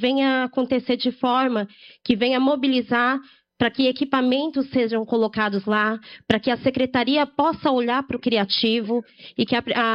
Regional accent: São Paulo, Brazil; E eu venho até mesmo representando a minha Zona Leste, sou do Cangaíba

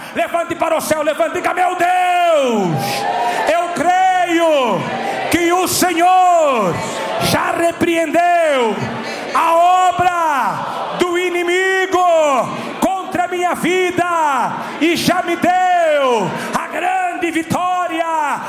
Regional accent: Mozambique; moved away; Eu estava na minha terra, Moçambique.

